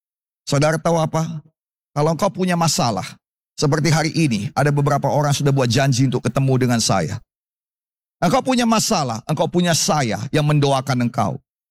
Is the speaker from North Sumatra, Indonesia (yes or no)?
yes; North Sumatra, Indonesia; Karena kami orang Karo paling suka bicara tentang orang lain.